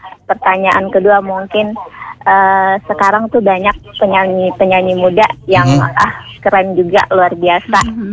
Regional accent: Depok, West Java, Indonesia; Tapi saya orang Depok.

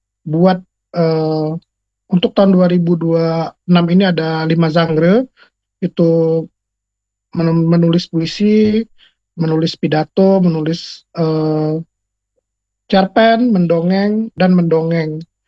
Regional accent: Muara, South Sumatra, Indonesia; now in Palembang, Indonesia; Jadi ketika seseorang seperti saya, orang Muara ini aslinya gitu ya. Tapi sejak tahun 99 saya udah ke Palembang.

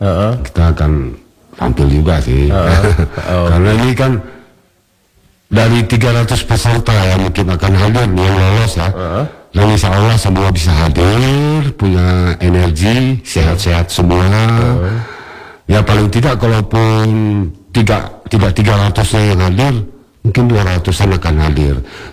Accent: Aceh, Indonesia

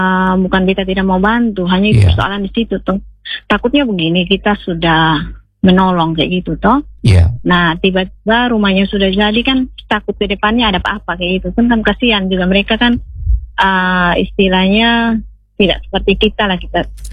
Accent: East Nusa Tenggara, Indonesia; kita orang NTT

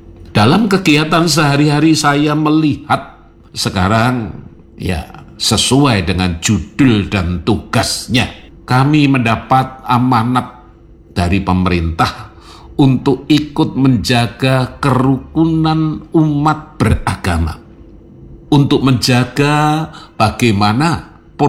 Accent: Surakarta, Central Java, Indonesia; karena saya orang Solo

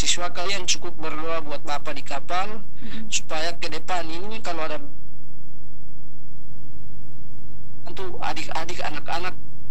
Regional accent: Alor, East Nusa Tenggara, Indonesia; kalau kita orang Alor bilang oto

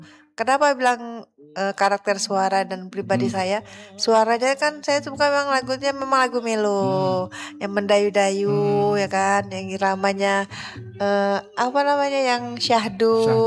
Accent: North Sumatra, Indonesia; now in Medan, Indonesia; Bangga dong saya sebagai anak asli dari Batu Bara.

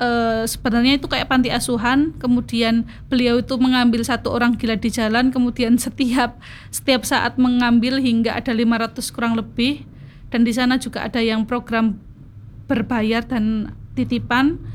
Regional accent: Lamongan, East Java, Indonesia; moved away; saya itu kebetulan orang Lamongan, tapi jarang di Lamongan.

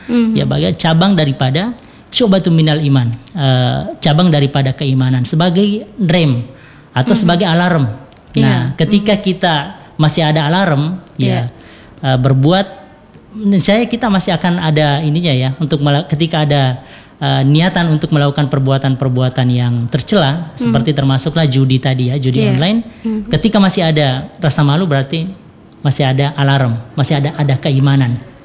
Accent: South Sulawesi, Indonesia; kita sebagai orang Bugis Makassar

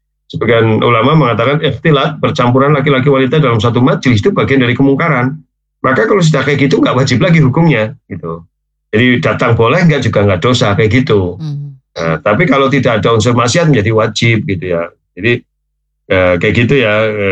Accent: Purwokerto, Central Java, Indonesia; Saya memang lahir besar di situ, di Sokajaya, Sokanegara.

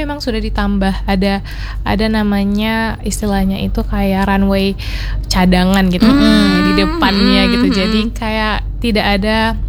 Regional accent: Medan, North Sumatra, Indonesia; moved away as an adult; now in Surabaya, Indonesia; aku tuh asal dari Medan, Sumatera Utara.

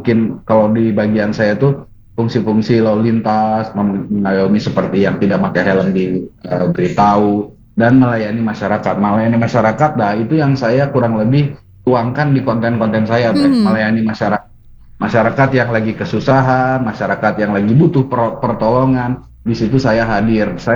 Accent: Bandung, West Java, Indonesia; jadi dulu saya besar di Bandung, di masih wilayah Bandung.

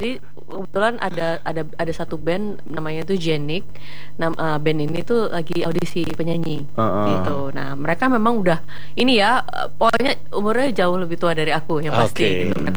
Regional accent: Surabaya, East Java, Indonesia; Jadi dulu kan aku asalnya dari Surabaya, ya. Jadi aku lahir, besar, sekolah di sana ya, di Surabaya.

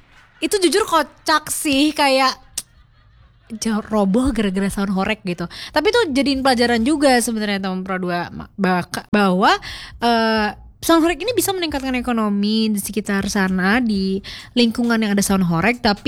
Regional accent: Bandung, West Java, Indonesia; kita sebagai orang Bandung

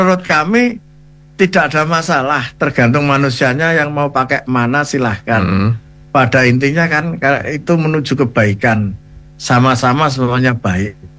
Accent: Java, Indonesia; sebagai orang Jawa

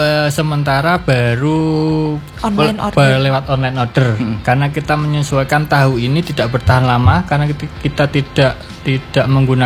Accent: Semarang, Central Java, Indonesia; kita warga Semarang

